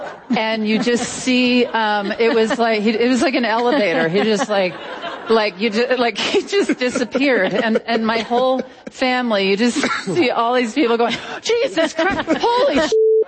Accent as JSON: {"language": "English", "region": "Mississippi", "country": "United States", "tie": "born or raised there", "said": "When my stepfather passed away, we were burying him in Mississippi, in my hometown, and my whole family, everybody was there."}